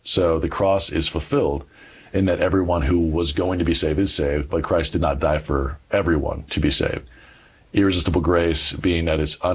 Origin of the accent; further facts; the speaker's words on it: Douglasville, Georgia, United States; I grew up in Metro Atlanta. I grew up in Douglasville, Georgia.